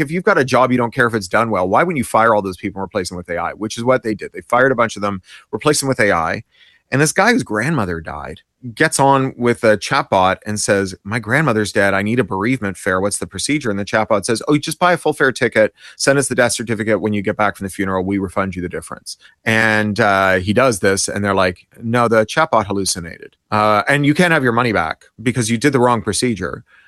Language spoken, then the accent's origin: English; Canada; born or raised there; now in United States